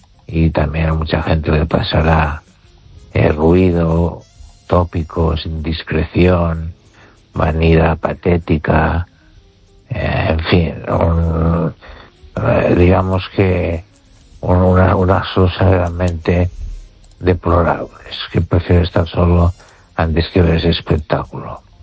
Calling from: Valencia, Valencian Community, Spain; desde Valencia

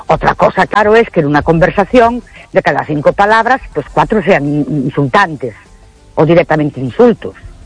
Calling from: Ourense, Galicia, Spain; Buenas noches … de Orense.

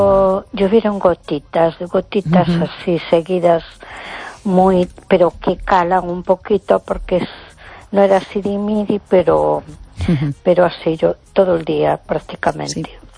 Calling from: A Coruña, Galicia, Spain; de Coruña.

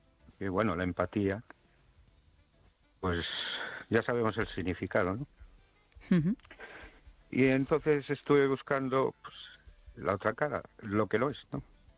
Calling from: Valencia, Valencian Community, Spain; de Valencia.

